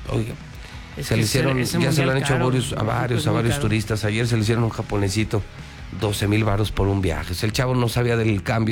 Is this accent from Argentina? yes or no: no; Mexico; Se nos va a olvidar todo este desmadre. Así somos los mexicanos.